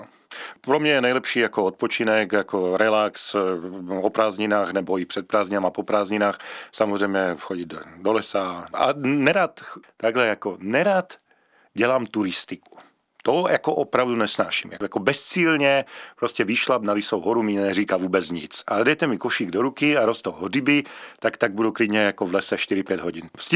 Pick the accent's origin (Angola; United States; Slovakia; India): Slovakia; now in Ostrava, Czechia; Ale spíš jako Pražáci říkají, že mluvím tak ostravsky, že taky nenapadne, že jsem Slovák.